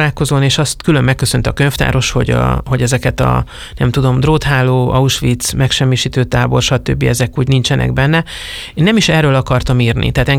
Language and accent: Hungarian; Transylvania, Romania; az erdélyi magyar kisebbség tagja vagyok